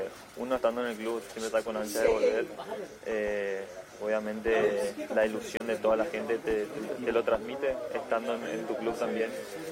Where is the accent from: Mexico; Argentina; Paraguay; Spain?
Paraguay; moved away; Sí, feliz, contento de estar acá, de estar en mi país con mis compañeros.